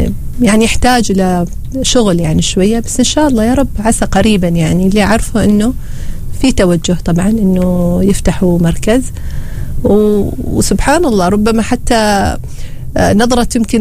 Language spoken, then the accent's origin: Arabic; Oman; عندنا في عمان